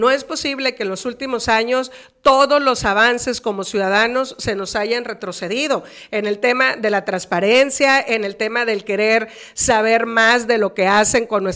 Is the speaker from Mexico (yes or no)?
yes; Mexico; es una responsabilidad que debemos de asumir como mexicanos y mexicanas.